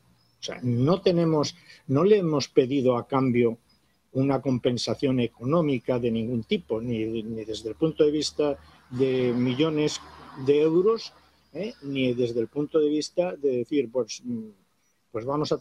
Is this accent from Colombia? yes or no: no; Spain; antes soy militar, pero soy español